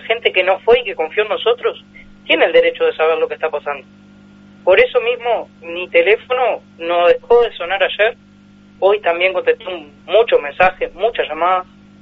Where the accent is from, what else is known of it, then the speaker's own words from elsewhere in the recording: Tacuarembó, Uruguay; Soy de Tacuarembó, tengo 26 años, siempre fui de acá.